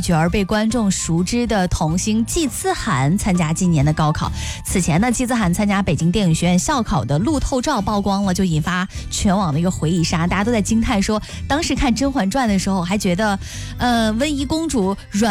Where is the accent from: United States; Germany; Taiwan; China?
China; Henan; 我们河南人